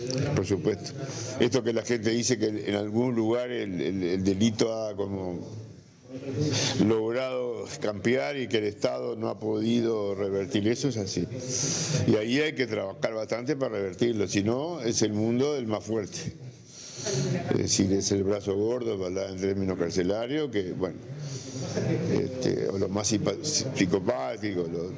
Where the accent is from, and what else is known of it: Uruguay